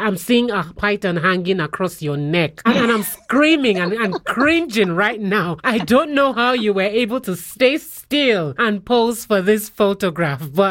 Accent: Nigeria; now in Kenya; You know, I'm Nigerian, even though I am currently in Kenya.

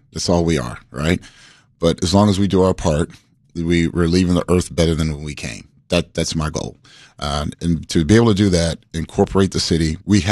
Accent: Atlanta, Georgia, United States; I'm new to the area. I'm from Atlanta.

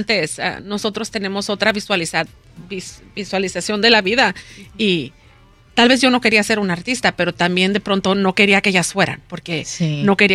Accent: Durango, Mexico; now in Chicago, United States; Nosotros venimos de México.

